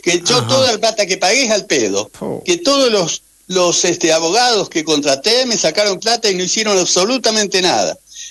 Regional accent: Victoria, Entre Ríos, Argentina; ya tengo 74 años, no tengo más vida para litigar eso. Yo me crié en Victoria, Entre Ríos, fui a la escuela del Camino Blanco. A caballo iba desde Quito Cuartel hasta...

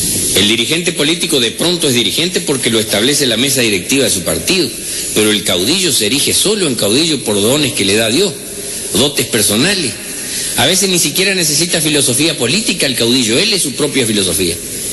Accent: Chaco, Argentina; Yo no sé si alguna vez les dije que soy del Chaco.

